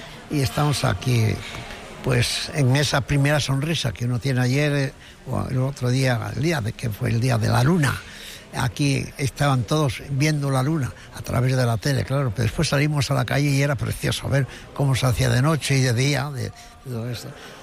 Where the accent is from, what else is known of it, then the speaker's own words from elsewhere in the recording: Asturias, Spain; born there; Nací allí en Asturias